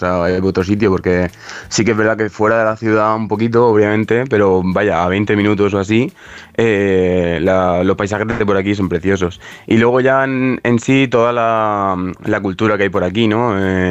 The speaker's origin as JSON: {"language": "Spanish", "town": "Bigastro", "region": "Valencian Community", "country": "Spain", "moved": "as an adult", "lives_now": "Ireland", "said": "yo soy de Bigastro."}